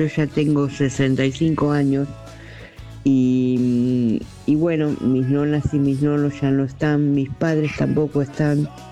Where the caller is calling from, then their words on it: Buenos Aires, Argentina; de Devoto.